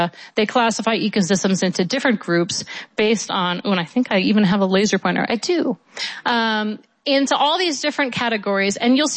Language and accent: English; Pacific Northwest, United States; I'm from the Pacific Northwest, so these kind of beautiful oak savannas with wildflowers underneath, I had thought of them as a pretty natural ecosystem